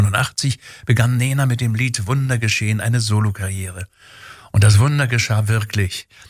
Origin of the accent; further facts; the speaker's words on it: Germany; bei uns in Deutschland